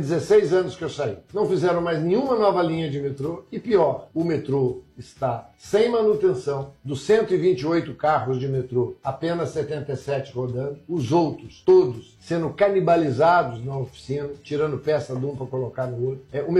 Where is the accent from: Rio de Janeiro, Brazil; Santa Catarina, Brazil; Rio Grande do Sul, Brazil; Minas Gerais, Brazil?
Minas Gerais, Brazil; Itajubá; now in Brasília, Brazil; Uai, assim, eu nasci em Itajubá, uma cidade pequena, lá do interior de Minas, Serra da Mantiqueira.